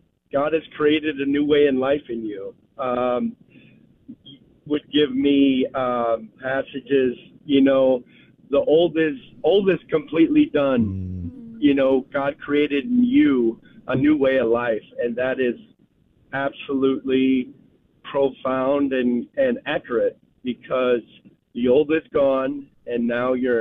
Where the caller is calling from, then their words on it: Wood River, Nebraska, United States; I'm calling from Wood River, Nebraska.